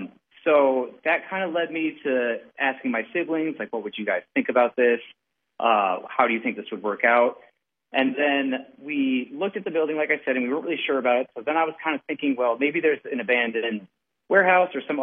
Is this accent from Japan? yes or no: no; La Crosse, Wisconsin, United States; moved away as an adult; I grew up in La Crosse and I grew up coming to this theater. And then when I moved back here in about 2016